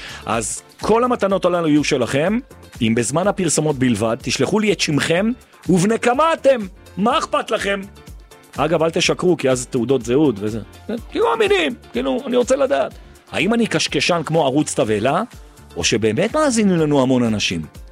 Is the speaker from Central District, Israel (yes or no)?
no; Jerusalem, Jerusalem District, Israel; כי אני ירושלמי, מותר לי